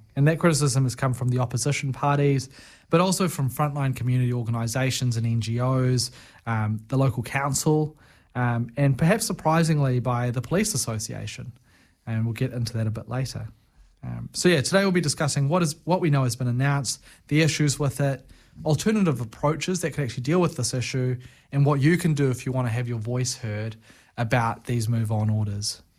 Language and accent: English; Christchurch, Canterbury, New Zealand; A little bit about me, I'm originally from Christchurch.